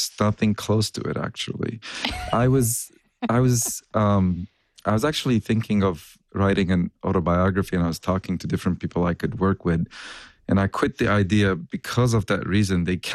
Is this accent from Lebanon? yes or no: yes; Lebanon; moved away; I'm an immigrant from Lebanon of Armenian origin